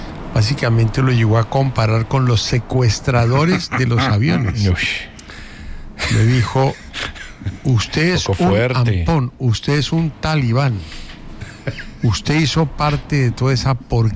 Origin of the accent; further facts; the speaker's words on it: Colombia; yo soy colombiano